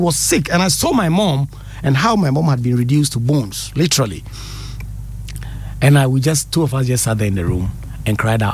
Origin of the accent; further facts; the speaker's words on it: Ankase, Ghana; now in Accra, Ghana; I grew up in Ankase.